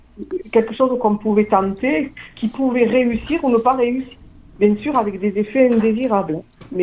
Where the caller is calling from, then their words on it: Occitanie, France; de l'Hérault.